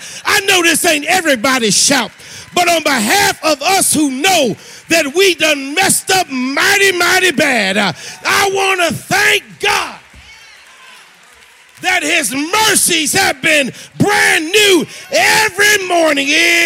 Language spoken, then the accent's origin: English; Chicago, Illinois, United States; as old school Baptist as you can get. I was brought up in Lilydale Progressive Missionary Baptist Church on the south side of Chicago.